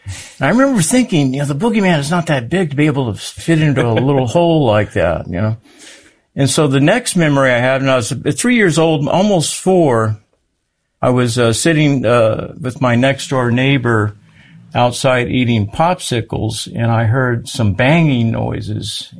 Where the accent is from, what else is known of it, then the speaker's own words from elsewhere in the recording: San Antonio, Texas, United States; born there; Well, I was born in San Antonio, Texas